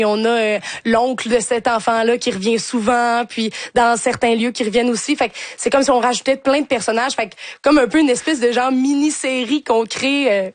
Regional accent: Quebec, Canada; now in Montreal, Canada; moi, je viens de Québec, j'ai vu un petit peu des gens comme ça, puis je suis dans Hochelaga aussi

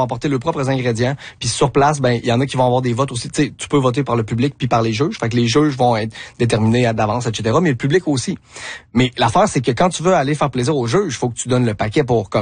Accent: Quebec, Canada; Puis là ben nous autres on est des gars de créativité, on est québécois, tu sais, fait qu'on aime bien être créatif

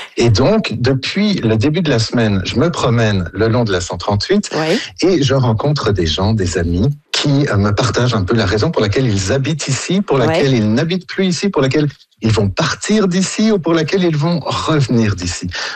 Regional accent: Quebec, Canada; now in Montreal, Canada; quand j'ai quitté la Côte-Nord pour m'en venir à Montréal.

